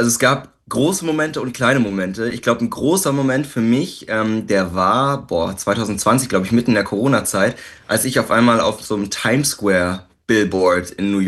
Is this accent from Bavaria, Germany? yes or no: yes; Landsberg am Lech, Bavaria, Germany; moved away as an adult; now in Berlin, Germany; dass ich ja jetzt auch in Berlin wohne für eine Zeit. Ich komme ja eigentlich aus Landsberg, aus einem Dörfchen oder so ein Städtchen